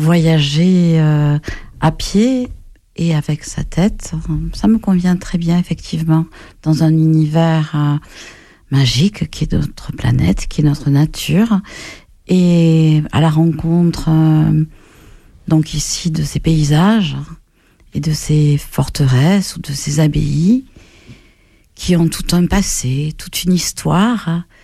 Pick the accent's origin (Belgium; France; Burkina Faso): France; Occitanie; born there; also born or lived in Dijon; je suis née à Dijon, on va dire, par accident. Mais mes racines sont de par ma mère ariégeoise. Et de par mon père, c'est un petit peu plus compliqué, on remonte jusqu'en Argentine et même jusqu'à chez les Mapuches.